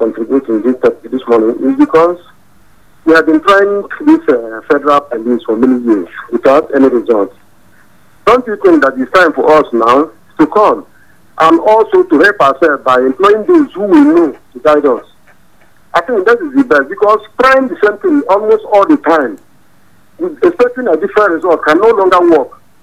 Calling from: Serengeti, Mara, Tanzania; I'm calling from Serengeti, yeah.

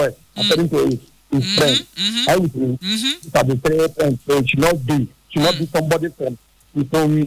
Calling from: Burundi; I'm calling you from Burundi.

